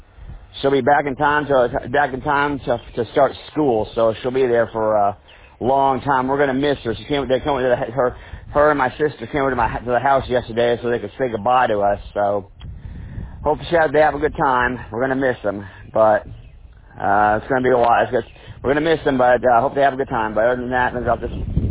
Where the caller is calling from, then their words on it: Winston-Salem, North Carolina, United States; That's what's going on here in Winston-Salem.